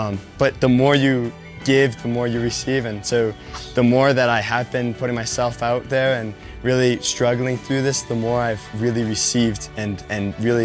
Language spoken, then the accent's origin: English; New York, United States; I'm from New York.